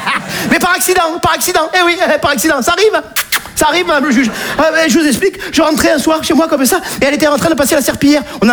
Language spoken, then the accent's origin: French; Nice, Provence-Alpes-Côte d'Azur, France; moved away as an adult; now in Paris, France; je suis niçois